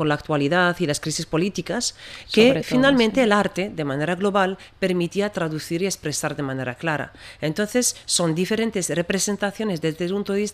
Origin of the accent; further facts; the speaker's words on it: France; Yo soy francesa, argelina y también digo, bueno, tunecina